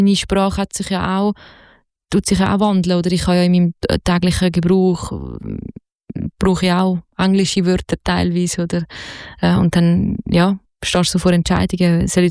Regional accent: Zurich, Switzerland; Also natürlich, ich meine, ich bin aus Zürich, aber ich glaube grundsätzlich, also ich höre ja auch Mundart mit anderem Dialekt

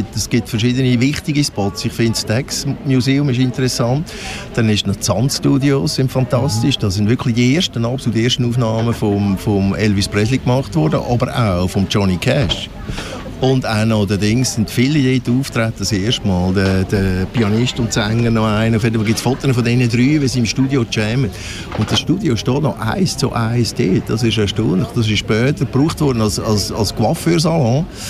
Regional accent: Switzerland; Da sind wir als Schweizer Band eingeladen worden

